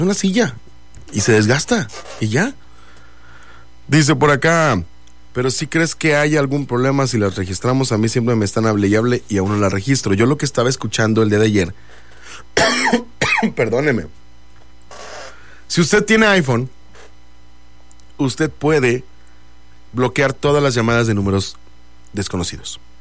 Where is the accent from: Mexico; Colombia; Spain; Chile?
Mexico; Somos mexicanos